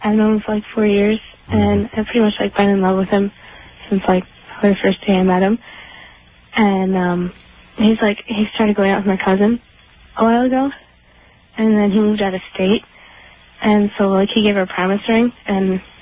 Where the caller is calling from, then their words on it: Illinois, United States; Illinois.